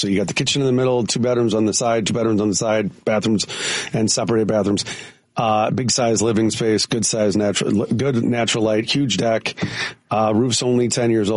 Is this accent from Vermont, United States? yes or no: no; Wilmette, Illinois, United States; I'm from Wilmette.